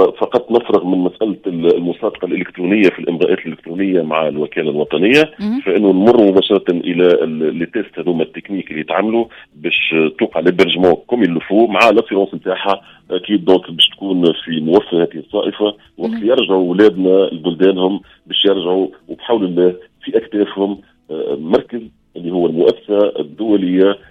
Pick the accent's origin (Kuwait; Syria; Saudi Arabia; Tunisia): Tunisia; انا مثلا تونسي